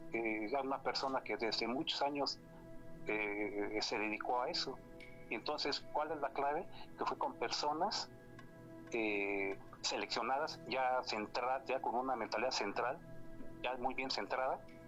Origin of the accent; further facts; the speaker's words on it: Guadalajara, Jalisco, Mexico; A mí me pasó allá por mi tierra, yo soy de Guadalajara, allá en por los límites de La Piedad, de allá de Michoacán.